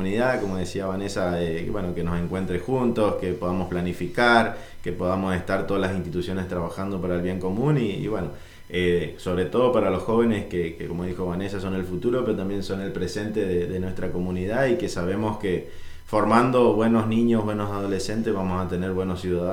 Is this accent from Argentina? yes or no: yes; Argentina